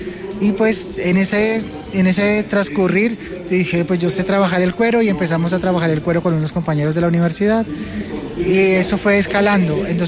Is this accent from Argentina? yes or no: no; Arauca, Colombia; moved away as an adult; now in Bogotá, Colombia; yo soy de Arauca, yo tuve que salir por asuntos del conflicto hace ya algún tiempo. Yo llegué aquí a Bogotá con 200 mil pesos